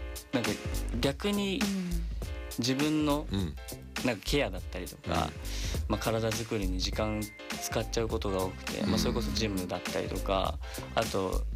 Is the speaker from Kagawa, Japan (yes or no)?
no; Miyazaki, Japan; moved away; まあこれ地元になってはしまうんですけど、はい、宮崎